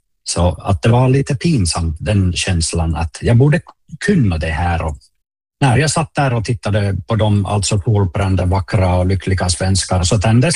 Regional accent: Oulunsalo, North Ostrobothnia, Finland; born or raised there; Swedish is a second language

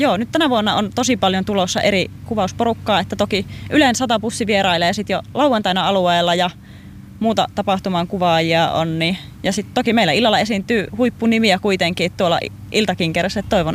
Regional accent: Sonkajärvi, North Savo, Finland; minä olen Sonkajärveltä kotoisin ja aina kyllä lapsuudesta asti kisoissa käynyt ja markkinoilla käynyt

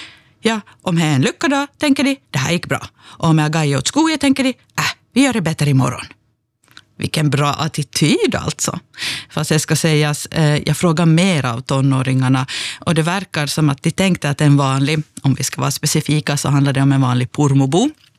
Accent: Ostrobothnia, Finland; born there

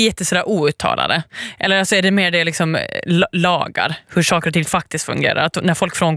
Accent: Åland Islands; now in Finland; fast jag är uppvuxen på Åland, så när jag flyttade till fastlandet

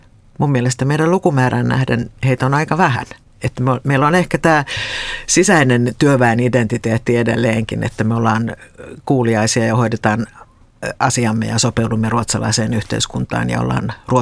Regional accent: Tavastia, Finland; accent: broad Häme dialect; moved away as an adult; now in Stockholm, Sweden; Ja mä puhuin väärin leveitä hämmeen murretta ja silleen.

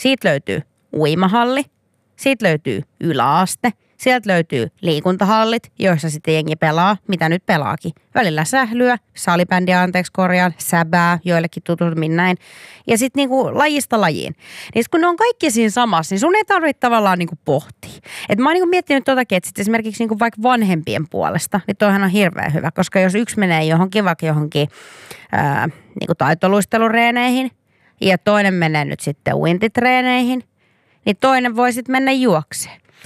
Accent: Hollola, Päijät-Häme, Finland; moved away; also born or lived in Lahti; tai Hollolasta, vielä sitäkin alun perin.

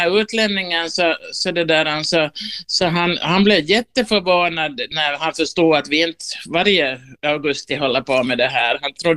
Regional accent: Ostrobothnia, Finland; now in Uusimaa, Finland; jag läst mitt liv helt i lugn och ro som österbottning

